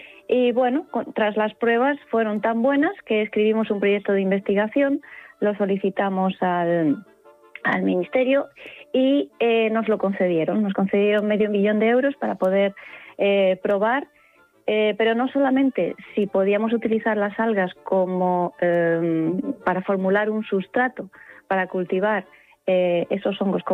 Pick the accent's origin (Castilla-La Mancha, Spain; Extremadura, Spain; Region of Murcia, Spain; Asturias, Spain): Region of Murcia, Spain; Murcia; born or raised there